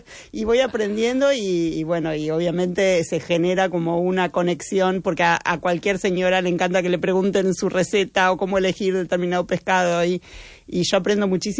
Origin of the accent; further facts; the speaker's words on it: Argentina; moved away; Como soy una argentina típica, porque no como carne, pero es que no lo puedo.